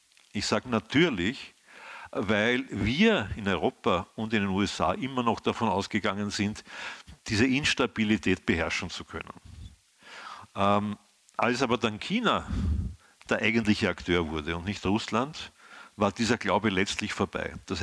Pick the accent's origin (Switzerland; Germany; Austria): Austria; Und ich bin als Österreicher irgendwo, der Herr Landeshauptmann muss weghören, irgendwo in der Mitte dazwischen gesessen